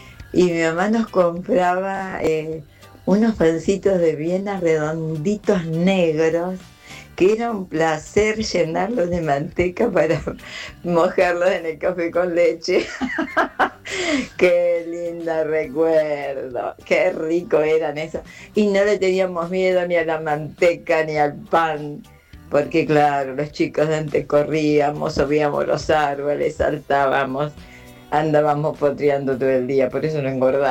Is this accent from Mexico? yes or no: no; Villa Bosch, Buenos Aires Province, Argentina; born there; de Villa Bosch. Cuando vinimos a vivir a Villa Bosch no había negocios